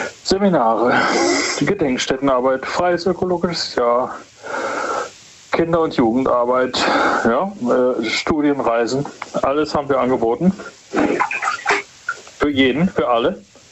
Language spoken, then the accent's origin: German; Stuttgart, Baden-Württemberg, Germany; Ich habe ja, glaube ich, erzählt, ich komme aus Stuttgart und da gibt es viele Staffeln, da musst du die Staffeln hochrennen, bleibst fit.